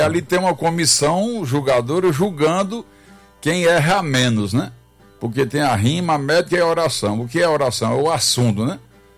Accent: Coremas, Paraíba, Brazil; moved away; Sou paraibano, filho de Coremas. De um lado Aguiar e do outro Emas, onde se vê serra que a vista se some.

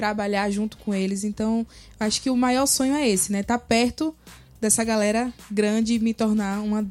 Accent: Bahia, Brazil; moved away; a gente que vem de lá da Bahia, principalmente eu, que é do interior

